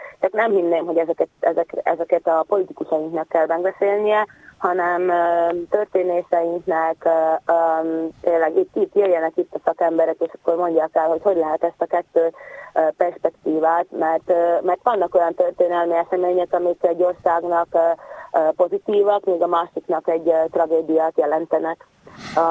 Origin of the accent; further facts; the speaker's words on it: Felvidék, Slovakia; hogyha nem tudod, hogy ez problémája a szlovákoknak a felvidék szó, akkor mit tudsz rólunk?